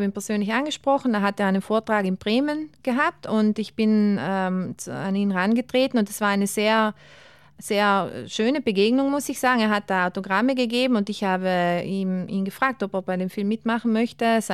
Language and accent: German; Ritten, Trentino-Alto Adige, Italy; born or raised there